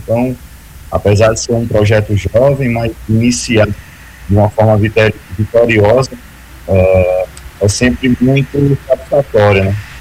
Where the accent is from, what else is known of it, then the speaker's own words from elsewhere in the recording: Natal, Rio Grande do Norte, Brazil; moved away as an adult; now in Uberlândia, Brazil; eu sou natural de Natal, né, e já estou no futebol tem alguns anos, e aqui no futebol mineiro já estou há 6 anos